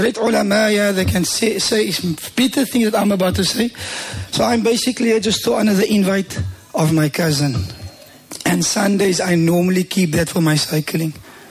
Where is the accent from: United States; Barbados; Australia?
Barbados; Bridgetown, Saint Michael; I see familiar faces, that's why I can just be myself. Couldn't care less. No introduction. I'm from Bridgetown.